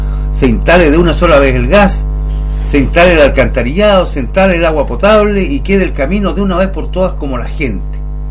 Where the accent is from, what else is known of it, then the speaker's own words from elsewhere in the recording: Chile; como somos chilenos, estamos acostumbrados a que las cosas sean así